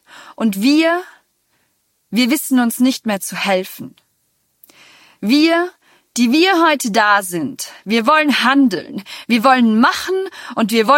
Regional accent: Tyrol, Austria; Ich als Tirolerin, die in diesem wunderschönen Scheißland aufgewachsen ist und eigentlich auch weiter darin leben und handeln will

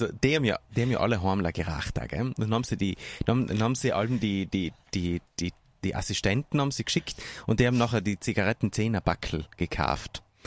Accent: Trentino-Alto Adige, Italy; Also, das war ja es, in Südtirol, da wo ich her bin, da hat es auch so Fußballcamps gegeben.

